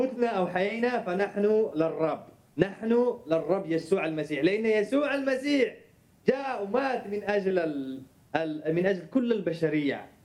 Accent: Yemen; أنا كإنسان يمني

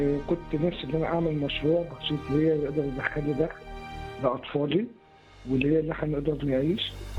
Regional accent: Egypt; مساء الخير، … من مصر، وحبيت أشكر قناة الكرمة إن هم وقفوا معايا في حاجات كتيرة جدا.

